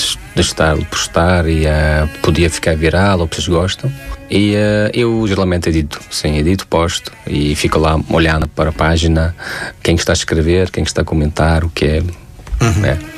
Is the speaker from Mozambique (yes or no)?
no; Tajikistan; moved away as an adult; now in Porto, Portugal; já várias vezes expliquei que sou do Tajiquistão